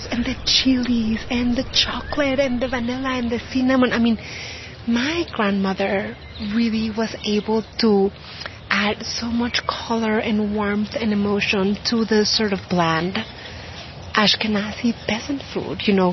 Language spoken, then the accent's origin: English; Mexico; When I was growing up in Mexico, I felt like I was treading a little bit between worlds because of my last name, or that I was pointed at, you know, like I'm like the Jew in Mexico